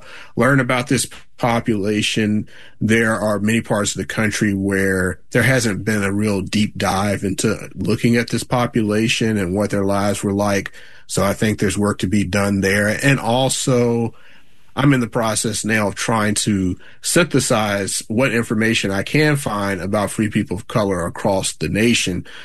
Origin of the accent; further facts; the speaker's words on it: Virginia, United States; I grew up in Virginia as well.